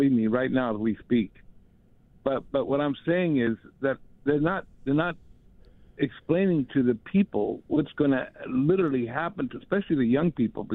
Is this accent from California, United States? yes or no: yes; Los Angeles, California, United States; because I'm from Los Angeles